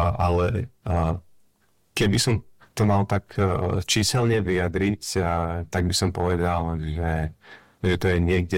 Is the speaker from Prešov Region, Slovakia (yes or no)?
yes; Prešov, Prešov Region, Slovakia; vyrastal som tu nedaleko na sídlisku Sekčov.